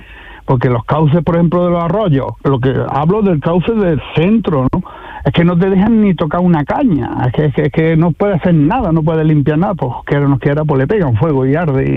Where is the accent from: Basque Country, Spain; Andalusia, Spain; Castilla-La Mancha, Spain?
Andalusia, Spain; Córdoba; Yo soy de Córdoba, sí.